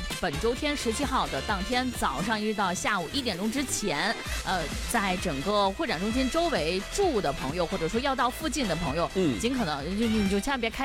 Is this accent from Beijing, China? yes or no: no; Ningxia, China